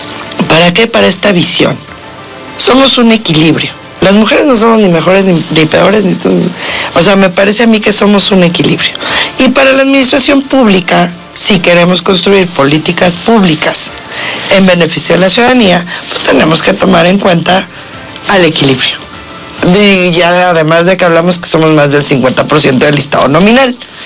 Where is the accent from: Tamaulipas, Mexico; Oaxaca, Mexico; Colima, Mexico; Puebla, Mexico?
Puebla, Mexico